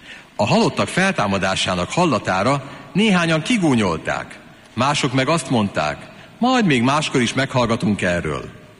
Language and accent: Hungarian; Hungary; én egy római katolikus magyar férfi vagyok.